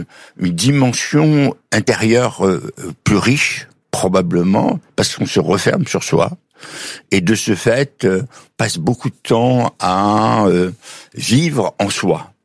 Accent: Oujda, Oriental, Morocco; born there; Je suis né à Oujda par accident parce que le roi du Maroc accueillait les Juifs.

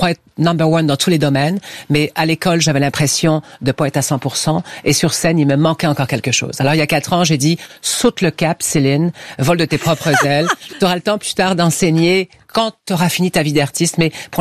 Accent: Rennes, Brittany, France; je viens exactement de Rennes, au sud de Rennes, à Bollon, dans un petit village extraordinaire.

